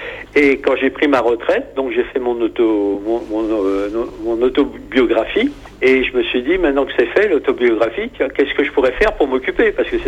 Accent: Perros-Guirec, Brittany, France; Et puis après, j'ai fait les Côtes d'Armor, puisque je suis des Côtes d'Armor, donc Perros-Guirec.

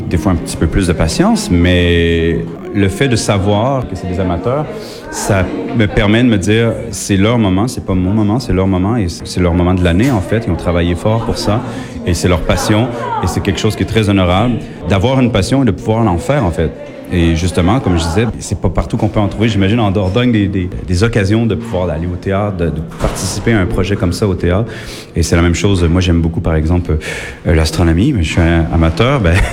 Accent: Quebec, Canada; also born or lived in Switzerland; now in Paris, France; Comme je disais, ben, je suis originaire du Québec. Donc, la raison pourquoi je me suis installé à Paris, c'est parce qu'on voyage beaucoup.

